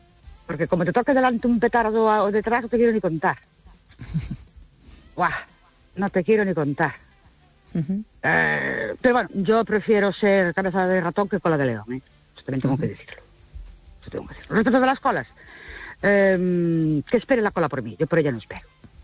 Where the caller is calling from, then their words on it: Ourense, Galicia, Spain; de Orense.